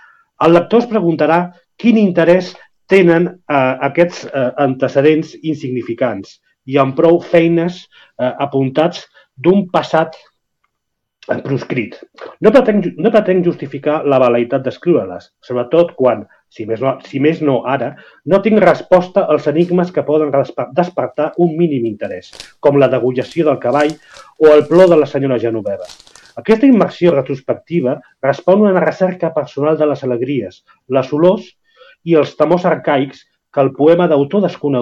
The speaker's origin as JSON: {"language": "Catalan", "town": "Barcelona", "region": "Catalonia", "country": "Spain", "said": "I jo que sóc de Barcelona ciutat, és a dir, que no sóc de l'àmbit rural, però clar, també, com que la meva família també ve del món rural"}